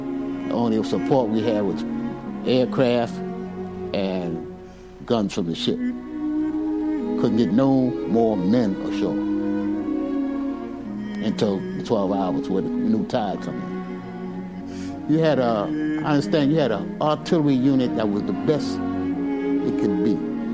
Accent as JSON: {"language": "English", "town": "Harlem", "region": "New York", "country": "United States", "tie": "born or raised there", "said": "Born and raised in Harlem. Went to PS5, 139. I quit high school and joined the Corps."}